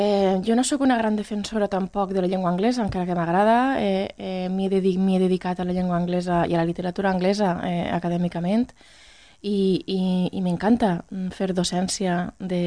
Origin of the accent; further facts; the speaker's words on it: Valencian Community, Spain; accent: Valencian; first language Valencian; Jo parlo valencià en Londres perquè m'he trobat a valencià. Això vol dir que la meva llengua no aprofita?